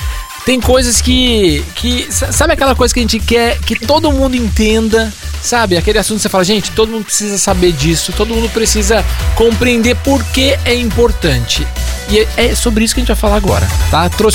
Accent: Brazil; moved away as an adult; now in United States; Eu sou brasileiro, mas estou nos Estados Unidos

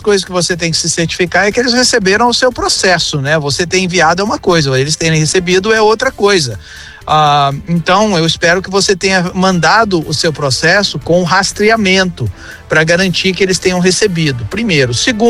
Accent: Taquara, Rio Grande do Sul, Brazil; moved away; Agora eu tô na cidade de Taquara, onde eu me criei. É pertinho de Porto Alegre.

